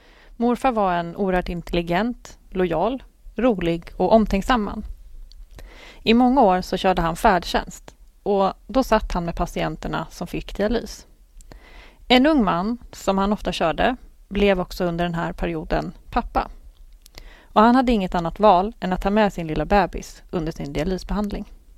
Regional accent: Sweden; also born or lived in Lidingö; Jag är egentligen född på Lidingö, men har bott större delen av mitt liv här i vår fantastiska kommun.

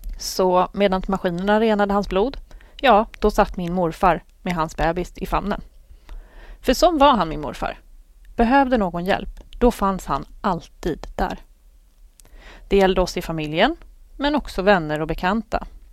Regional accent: Sweden; also born or lived in Lidingö; Jag är egentligen född på Lidingö, men har bott större delen av mitt liv här i vår fantastiska kommun.

